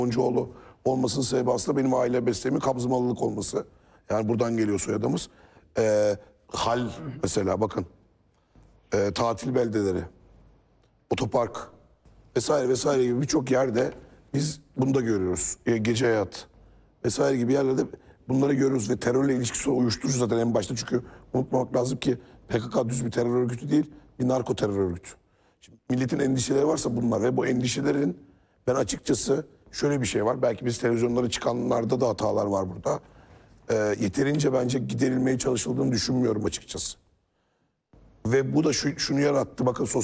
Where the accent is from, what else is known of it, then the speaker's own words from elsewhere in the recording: Central Anatolia, Turkey; Ben Orta Anadolu'luyum. O denizi görmeyen şeylerden bir çocuğum yani. Ve bu coğrafya çok terk edilmiş gibi bazen. Bu Orta Anadolu coğrafyası dediğimiz.